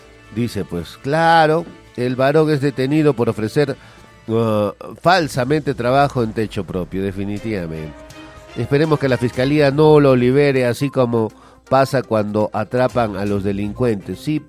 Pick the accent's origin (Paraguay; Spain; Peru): Peru; nosotros como peruanos